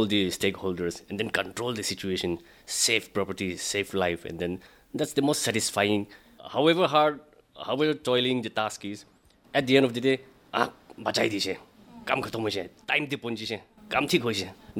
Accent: Nagaland, India; I'm coming from Kohima Kusama Village.

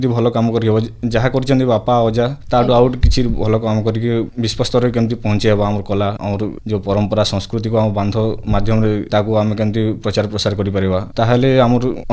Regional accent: Chichinda, Odisha, India; ବରଗଡ଼ ଜିଲ୍ଲା ଅନ୍ତର୍ଗତ ଭେଡ଼େନର ଚିଚିଣ୍ଡା ମୋର ଗାଁ, ଆଉ ମୁଁ ଜଣେ ଯୁବ ବୁଣାକାର।

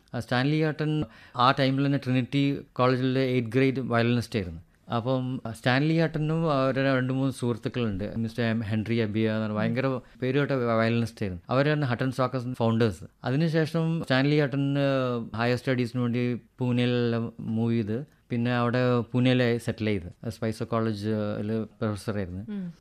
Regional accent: Kozhikode, Kerala, India; ഞാൻ ജനിച്ചതും വളർന്നതും കോഴിക്കോട് തന്നെ.

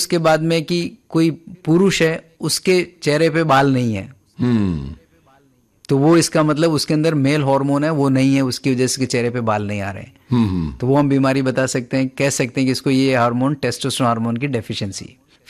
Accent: Rajasthan, India; तो ऐसे आपको मैं एग्जांपल देता हूँ कि मैं राजस्थान का रहने वाला हूँ

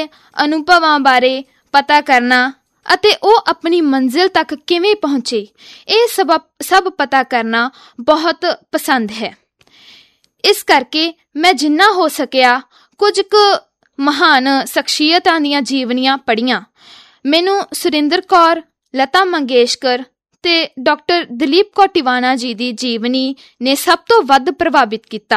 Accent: Rampura, Punjab, India; ਅਤੇ ਮੈਂ ਰਾਮਪੁਰਾ ਪਿੰਡ ਦੀ ਰਹਿਣ ਵਾਲੀ ਹਾਂ।

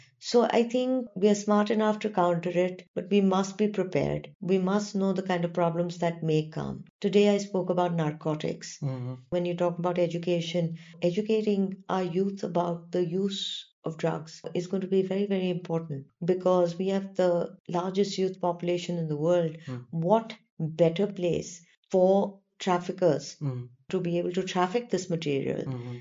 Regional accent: Surat, Gujarat, India; now in Northeast India; I'm Gujarati. You know, I've had a lot of people tell you, oh, your food is all meetha. You know, it is completely untrue. No, I'm from the Surat side.

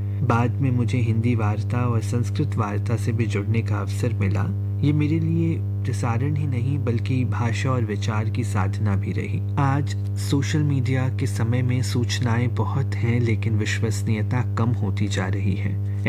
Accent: Gorakhpur, Uttar Pradesh, India; born or raised there

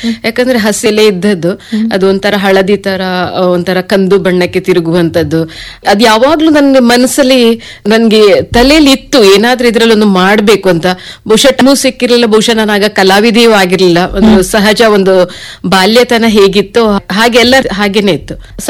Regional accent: Lali, Karnataka, India; also born or lived in Saligrama / Sagara / Udupi / Mangaluru; ನಾನು ಆಕ್ಚುಲಿ ಹುಟ್ಟಿ ಬೆಳೆದಿದ್ದು ಲಾಲಿ ಗ್ರಾಮ, ಕೋಟ, ಉಡುಪಿ ಜಿಲ್ಲೆ ಬರ್ತದೆ.

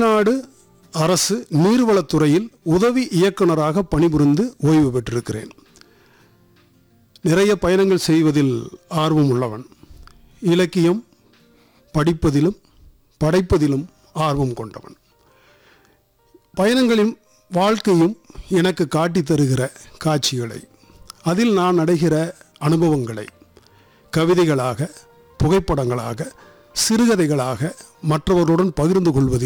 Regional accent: Palani, Tamil Nadu, India; பழனி, நான் பழனியை சேர்ந்தவன்.

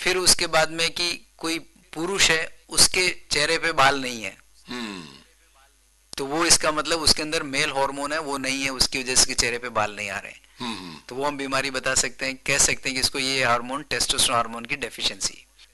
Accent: Rajasthan, India; मैं राजस्थान का रहने वाला हूँ

